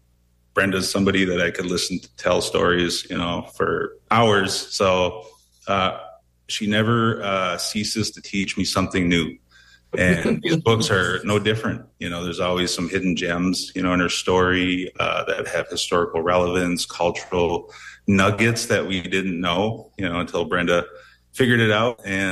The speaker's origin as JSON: {"language": "English", "town": "Minneapolis", "region": "Minnesota", "country": "United States", "tie": "born or raised there", "said": "I grew up in the Twin Cities"}